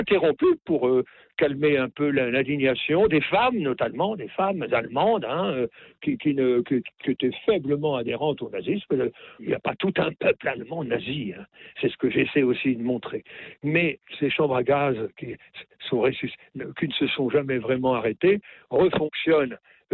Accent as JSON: {"language": "French", "region": "Normandy", "country": "France", "said": "C'est pas parce que je suis normand que je vous dis oui"}